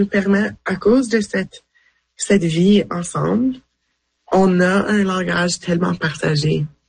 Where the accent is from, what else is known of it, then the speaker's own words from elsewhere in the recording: Manitoba, Canada; Puis tu sais, moi, je viens du Manitoba.